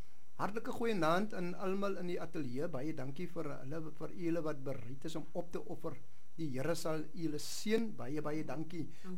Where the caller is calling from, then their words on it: Wellington, Western Cape, South Africa; Ek is ook ingeskakel uit die Boland in Wellington uit.